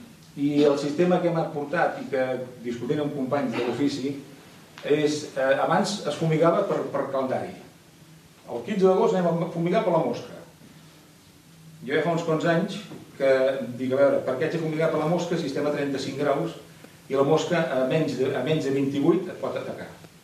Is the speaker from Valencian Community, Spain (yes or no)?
no; Sant Feliu, Catalonia, Spain; Tots som de Sant Feliu.